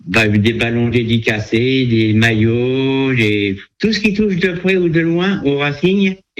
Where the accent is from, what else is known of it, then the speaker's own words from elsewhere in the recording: Saint-Denis, Île-de-France, France; born there; now in Phalsbourg, France; Je suis né à Saint-Denis, dans le 9-3, père strasbourgeois. Qui lui-même était, son père était mon grand-père de Saverne